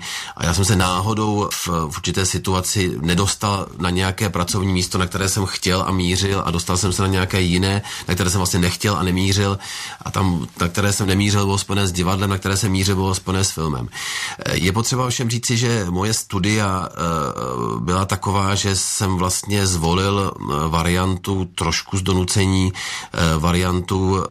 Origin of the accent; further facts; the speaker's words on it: Prague, Czechia; Já jsem se narodil v Praze, jsem Pražák skutečně rodilý se vším všudy